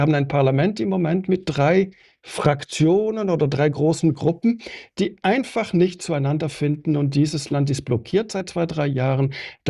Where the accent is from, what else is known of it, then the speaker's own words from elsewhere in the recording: Switzerland; Ich bin Schweizer